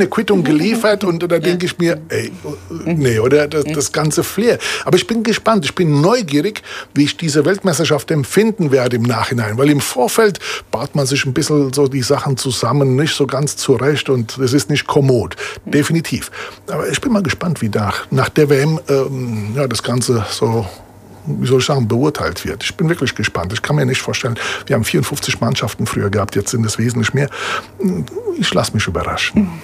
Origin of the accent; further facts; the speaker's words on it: Italy; als Italiener